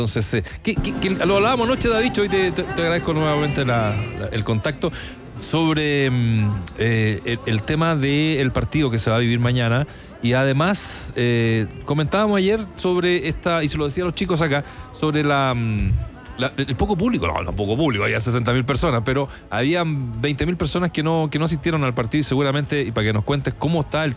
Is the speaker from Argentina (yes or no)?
no; San Antonio, Valparaíso, Chile; Tiene cositas de San Antonio, ojo, de mi ciudad natal.